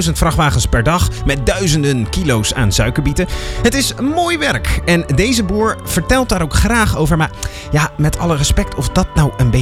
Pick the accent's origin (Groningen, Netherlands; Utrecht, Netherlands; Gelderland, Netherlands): Groningen, Netherlands; born there; we gaan eerst naar mijn geboortegrond. Namelijk naar Groningen.